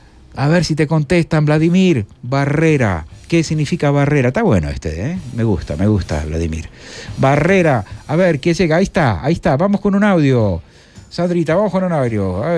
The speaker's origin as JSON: {"language": "Spanish", "country": "Argentina", "said": "En Argentina decimos otra cosa en vez de flatulencia."}